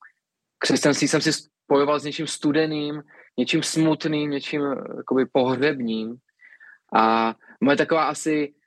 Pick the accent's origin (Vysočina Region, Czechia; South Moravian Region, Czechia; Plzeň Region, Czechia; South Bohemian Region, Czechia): South Bohemian Region, Czechia; Strakonice; now in Písek, Czechia; Já pocházím ze Strakonic, z nevěřící rodiny. A Strakonice, to je takové ocelové srdce jižních Čech, dělnické město, rudá bašta